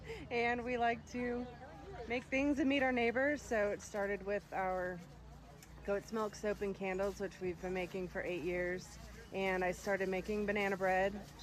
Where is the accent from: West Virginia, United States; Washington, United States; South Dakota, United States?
West Virginia, United States; Gay; We're from Gay, West Virginia.